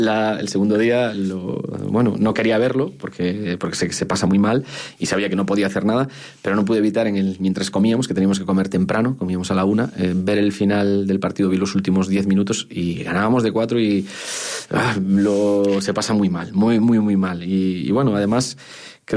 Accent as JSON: {"language": "Spanish", "town": "Ribadavia", "region": "Galicia", "country": "Spain", "tie": "born or raised there", "said": "un pueblo pequeño como mi pueblo, como Rivadavia"}